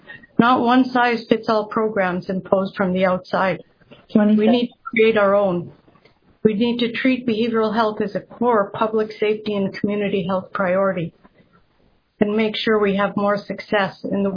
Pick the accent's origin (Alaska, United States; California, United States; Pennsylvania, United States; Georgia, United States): Alaska, United States; Sand Point; now in King Cove, United States; I'm from King Cove, born and raised in Sandpoint